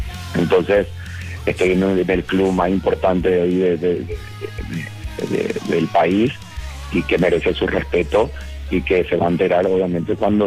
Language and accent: Spanish; Paraguay; voy a ser el primer entrenador paraguayo